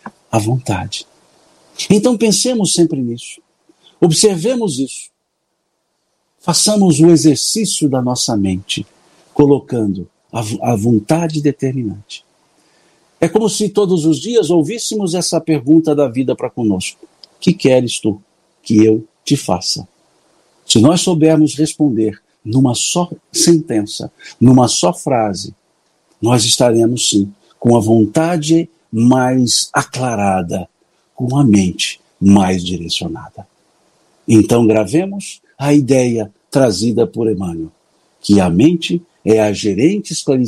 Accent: Minas Gerais, Brazil; como bom mineiro, Deus lhes pague.

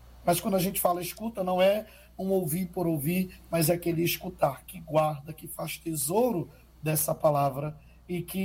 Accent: Amazon, Brazil; Nós que somos aqui da Amazônia

